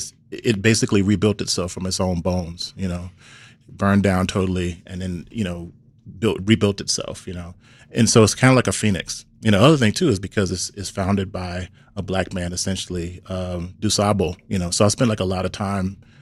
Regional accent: Mississippi, United States; Originally, I'm from Mississippi, but I've spent a lot of time in Chicago. It's my favorite city. I feel like a second home to me.

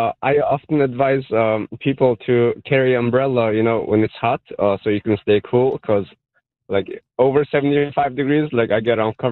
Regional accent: Siberia, Russia; I'm from Siberia originally, so like I can't handle this hot weather.

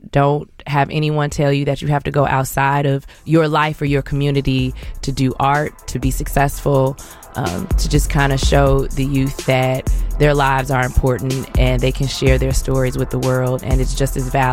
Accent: Chicago, Illinois, United States; I am a photographer from Inglewood. And this is what Chicago sounds like.

